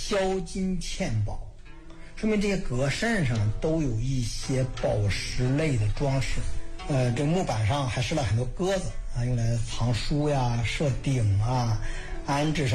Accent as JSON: {"language": "Chinese", "country": "China", "said": "高奢一直是我们中国人过去文明发展过程中必有的这么一个设置。"}